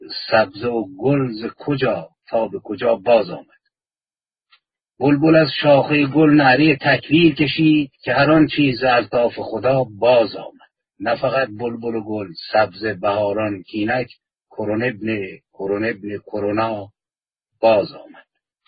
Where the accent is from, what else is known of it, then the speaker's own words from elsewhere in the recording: Iran; نوروز واقعا با زندگی من به عنوان یک ایرانی و به عنوان یک شاعر ایرانی سالهاست آمیخته.